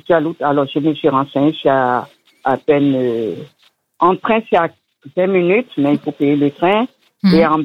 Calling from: Orléans, Centre-Val de Loire, France; Je suis orléanaise, je vous appelle actuellement de Lourdes

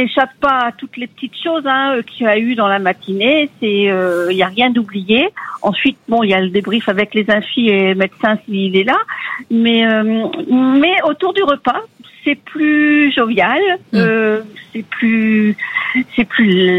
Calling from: Hauts-de-France, France; Près de Lille.

